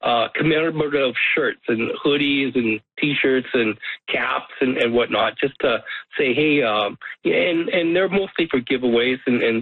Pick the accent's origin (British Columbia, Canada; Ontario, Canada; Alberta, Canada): Alberta, Canada; Red Deer; born there